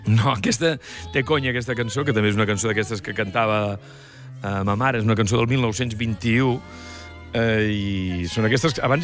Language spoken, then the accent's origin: Catalan; Catalonia, Spain; som del Camp de Tarragona